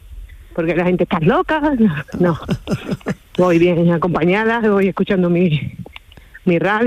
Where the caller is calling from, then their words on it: Azuaga, Extremadura, Spain; por aquí, de mi pueblo